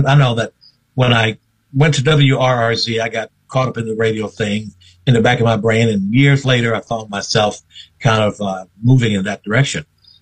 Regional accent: Turkey, North Carolina, United States; when they came through my hometown, or close to my hometown, to Clinton, because I'm from Turkey, Clinton's maybe 10 or 15 miles from my hometown.

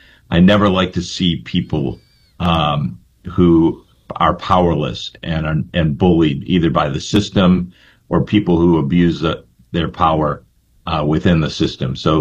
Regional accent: Cleveland, Ohio, United States; I grew up on the west side of Cleveland.

